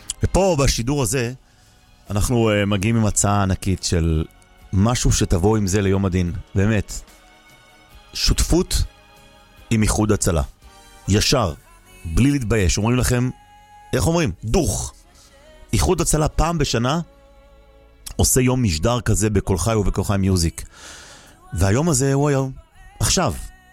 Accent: Jerusalem, Jerusalem District, Israel; אלי ביר, חבר ילדות שלי, גדלנו יחד בבית וגן בירושלים, חברים ממש קרובים עד היום

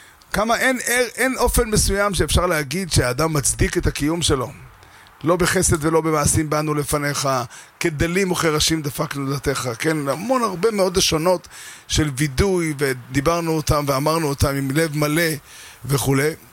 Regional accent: Safed, Northern District, Israel; גדלתי בצפת

